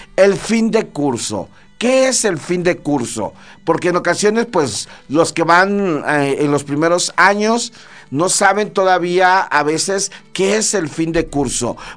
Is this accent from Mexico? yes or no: yes; Mexico; como mexicano, pues te emociona